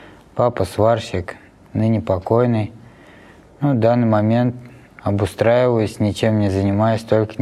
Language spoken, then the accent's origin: Russian; Kanash, Chuvashia, Russia; Я приехал из Чувашии, город Канаш.